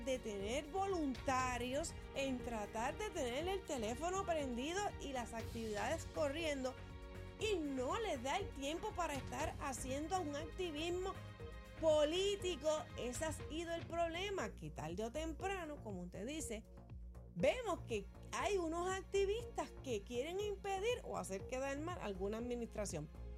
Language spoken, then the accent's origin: Spanish; Patillas, Puerto Rico; En mi pueblo, Patillas, dice, hay un dicho que dice que con lo que a mí nada me cuesta, yo hago fiesta.